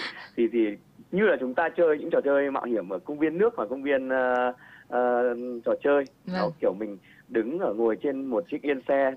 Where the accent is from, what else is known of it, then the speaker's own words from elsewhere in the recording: Ha Giang, Vietnam; Em thì em quê gốc em ở Hà Giang.